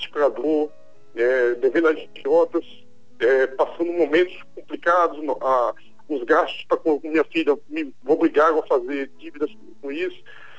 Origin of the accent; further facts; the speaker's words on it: Recife, Pernambuco, Brazil; now in Brasília, Brazil; minha mãe é de Recife, eu sou de Recife também, mas estou em Brasília